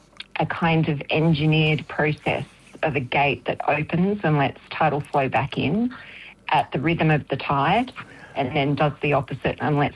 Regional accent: Australia; my hometown.

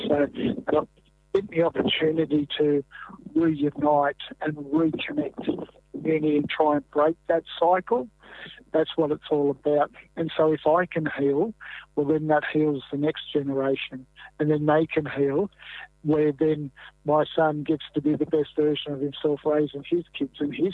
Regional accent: Brewarrina, New South Wales, Australia; I'm from Brewarrina

